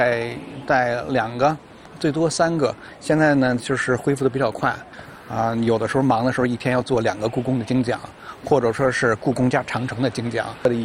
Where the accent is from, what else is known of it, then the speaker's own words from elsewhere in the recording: Beijing, China; 我就是北京人，在旅游行业里边差不多20年了